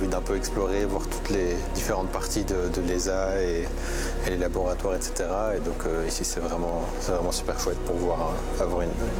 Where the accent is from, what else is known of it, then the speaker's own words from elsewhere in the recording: Brussels, Brussels-Capital Region, Belgium; moved away as an adult; now in Noordwijk, Netherlands; j'ai 29 ans. Je viens de Bruxelles, du coin de Etterbeek et XL